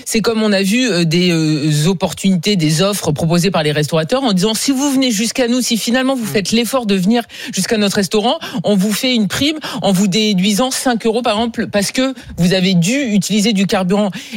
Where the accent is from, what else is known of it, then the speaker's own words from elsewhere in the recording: south-east France, France; moved away; also born or lived in Paris; moi, par exemple, je viens du Sud, dans le Sud-Est, et donc dans des endroits qui sont vraiment la province, tu n'as pas accès au TER, tu n'as pas accès au RER, tu n'as pas accès au train.